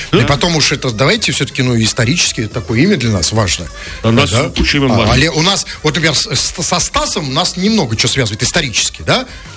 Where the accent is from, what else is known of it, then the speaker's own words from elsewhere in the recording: Moscow, Russia; Я сам из Москвы.